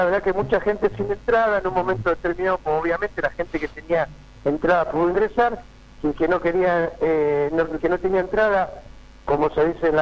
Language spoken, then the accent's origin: Spanish; Rosario, Santa Fe, Argentina; soy un rosarino de pura cepa